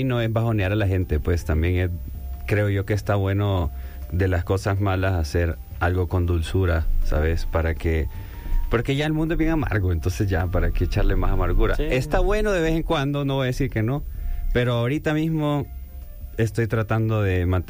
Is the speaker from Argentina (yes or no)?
no; El Salvador